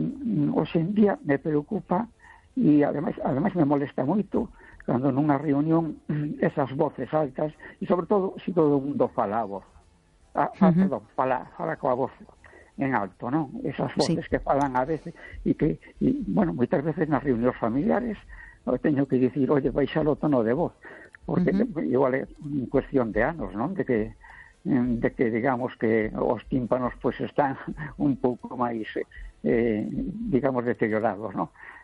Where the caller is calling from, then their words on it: A Coruña, Galicia, Spain; da Coruña.